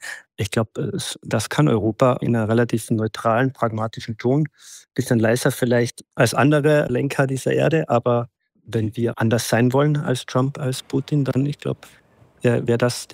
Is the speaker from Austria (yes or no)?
yes; Austria; born there; Da fragen Sie wahrscheinlich als gebürtigen Österreicher den Falschen.